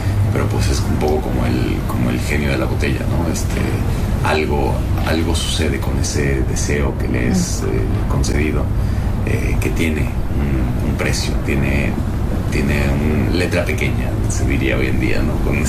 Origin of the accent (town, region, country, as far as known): Mexico